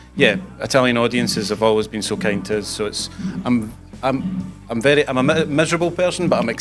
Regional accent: Scotland, United Kingdom; as a Scottish person

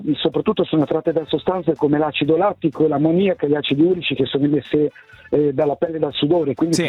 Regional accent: Faenza, Emilia-Romagna, Italy; now in San Vito Romano, Italy; Allora, io vi chiamo da Roma, però originario sono romagnolo, sono di Faenza.

